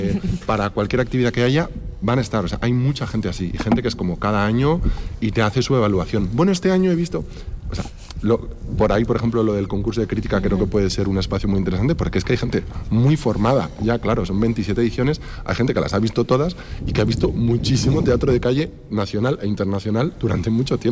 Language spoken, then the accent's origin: Spanish; Valladolid, Castile and León, Spain; yo sé que soy de aquí, de Valladolid, de toda la vida, dedicado a las artes escénicas.